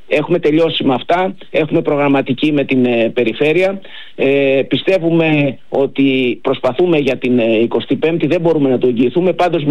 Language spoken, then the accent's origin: Greek; Peloponnese, Greece; Είμαι και εγώ Πελοποννήσιος.